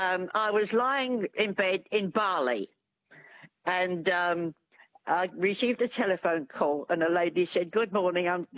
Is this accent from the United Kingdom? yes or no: yes; London, United Kingdom; because I come from London and I know what fog is.